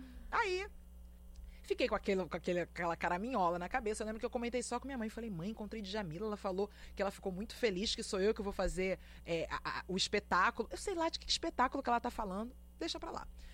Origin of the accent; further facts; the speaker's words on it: Rio de Janeiro, Brazil; Eu sou carioca, moro no Rio de Janeiro, mas vou a Salvador com frequência.